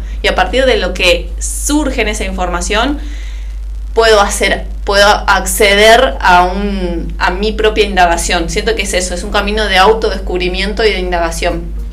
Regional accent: Paysandú, Uruguay; moved away as an adult; Soy de Paysandú, soy sanducera. Vivo hace 6 años acá.

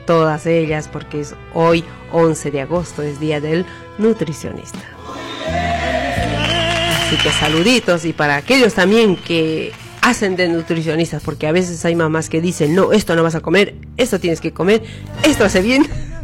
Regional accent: Bolivia; nosotros como bolivianos

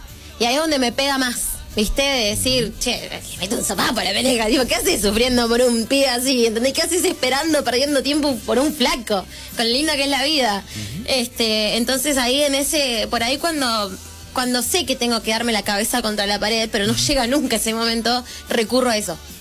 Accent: Argentina; somos racistas los argentinos.

